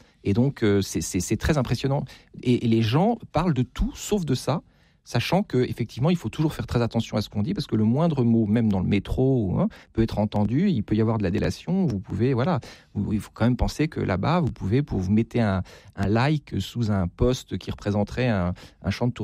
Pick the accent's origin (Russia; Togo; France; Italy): Russia; French is a second language; c'est vrai que quand on est russe, et surtout si on est russe et que on désire la démocratie dans son pays, on entend le fait d'être renvoyé à des clichés.